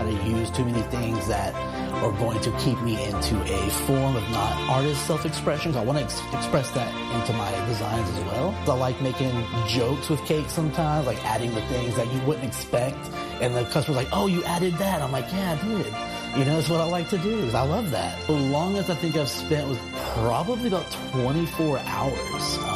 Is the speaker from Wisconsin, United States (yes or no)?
no; Beaumont, Texas, United States; Originally, I am from Beaumont, Texas.